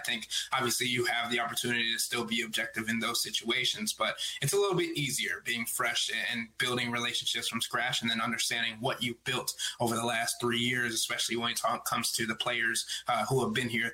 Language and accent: English; Ellicott City, Maryland, United States; moved away as an adult; now in Cleveland, United States; I grew up in Ellicott City.